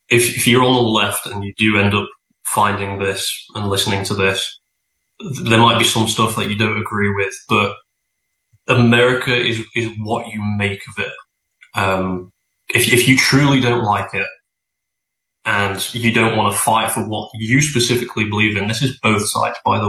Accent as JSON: {"language": "English", "region": "England", "country": "United Kingdom", "moved": "yes", "lives_now": "United States", "said": "patriotic to the US and, funnily enough, I'm more patriotic to my home country, is you're not allowed to fly the Union Jack or the England flag"}